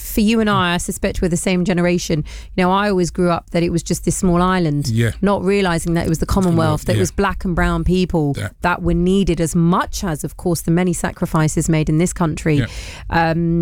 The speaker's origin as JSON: {"language": "English", "region": "London", "country": "United Kingdom", "tie": "born or raised there", "said": "because I'm from that neck of the woods."}